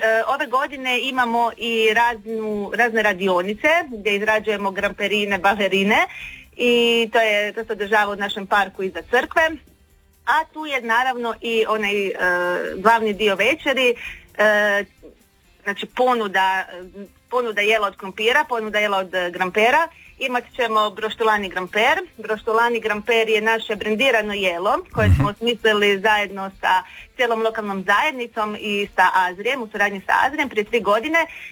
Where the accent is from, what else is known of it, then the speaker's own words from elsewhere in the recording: Kaštelir, Istria County, Croatia; samo kod nas u Kašteliru se za krumpir kaže gramper.